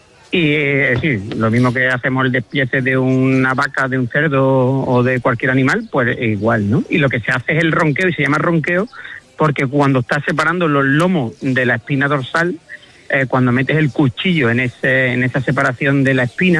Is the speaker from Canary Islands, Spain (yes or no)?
no; Villalba del Alcor, Andalusia, Spain; Yo digo que Villalba está a 40 kilómetros de todo, porque está a 40 kilómetros de Huelva capital, está a 45 de Sevilla, está a 42 del Rocío